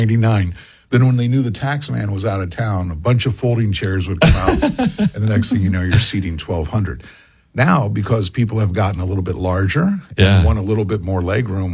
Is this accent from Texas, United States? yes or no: no; Ohio, United States; And I'm from Northwest Ohio, and the city that I was born and raised, they had three of them.